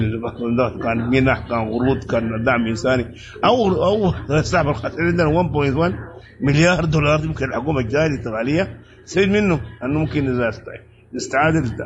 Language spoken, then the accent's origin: Arabic; Sudan; احنا هسه عندنا في السودان